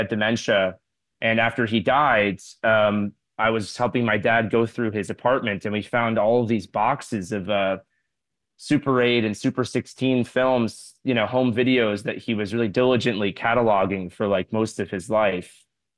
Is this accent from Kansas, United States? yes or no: no; Florida, United States; like I grew up in Florida.